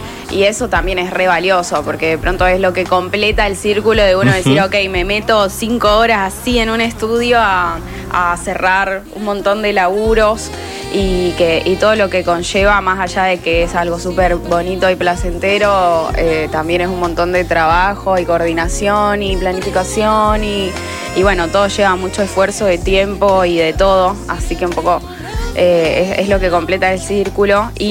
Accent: Rosario, Santa Fe, Argentina; Yo me mudé y me cambié de escuela como 80 veces acá en Rosario.

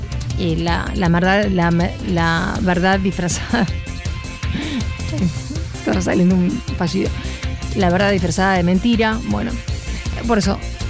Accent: Argentina; yo soy apartidaria, soy argentina

